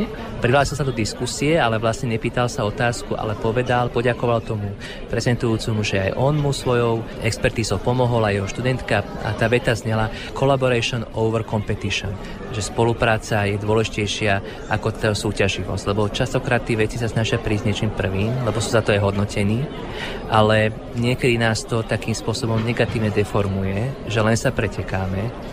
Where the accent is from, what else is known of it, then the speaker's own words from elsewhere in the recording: Trnava, Trnava Region, Slovakia; v mojom rodnom meste v Trnave.